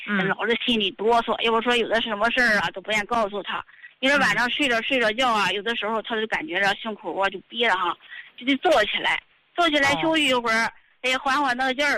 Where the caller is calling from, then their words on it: Tangshan, Hebei, China; 我是唐山的。